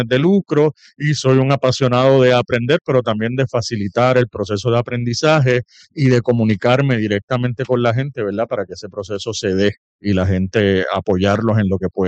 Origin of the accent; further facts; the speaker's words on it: Bayamón, Puerto Rico; soy primeramente puertorriqueño, de Bayamón